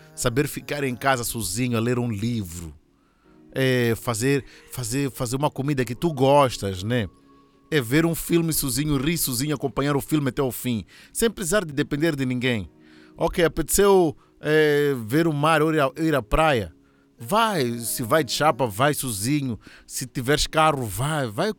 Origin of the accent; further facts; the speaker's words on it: Muxenga, Tete, Mozambique; sou de Muxenga, distrito de Xangara.